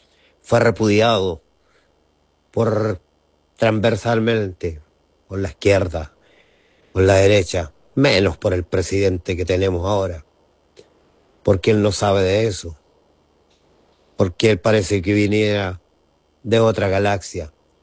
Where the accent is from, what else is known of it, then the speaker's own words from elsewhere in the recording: Chile; Porque somos chilenos. Somos chilenos, señores.